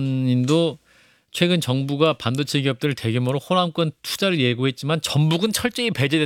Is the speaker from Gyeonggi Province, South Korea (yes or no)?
no; Cheongju, North Chungcheong, South Korea; 청주. 제 고향 청주.